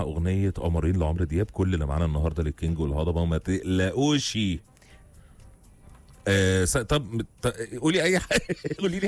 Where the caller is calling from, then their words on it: Riyadh, Riyadh Province, Saudi Arabia; بسمعكم انا وجوزي من الرياض محشورين في الزحمه في زحمه في الرياض